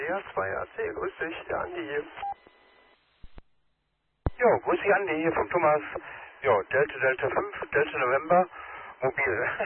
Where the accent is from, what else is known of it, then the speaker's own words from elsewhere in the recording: Dortmund, North Rhine-Westphalia, Germany; ich komme ursprünglich auch aus Dortmund, normale Heimatkutsche heißt ja Wittenstockum, aber jetzt, wie gesagt, stehe ich hier oben an der Kreuzung, hier an meinem Garten